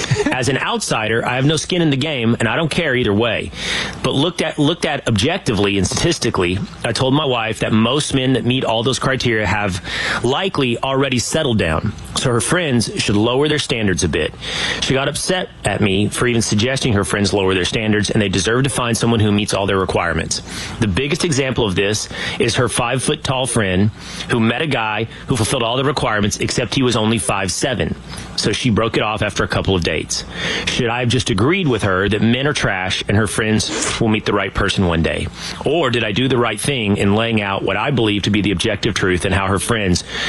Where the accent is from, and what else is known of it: Sherman, Texas, United States; born or raised there; moved away